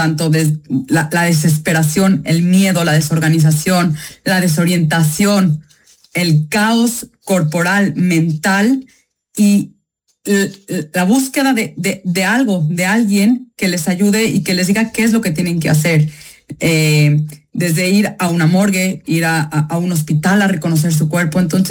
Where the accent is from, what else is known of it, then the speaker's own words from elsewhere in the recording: Mexico; de todas las comunidades judías en el mundo, y estamos por todo el mundo, y bueno, yo soy de México.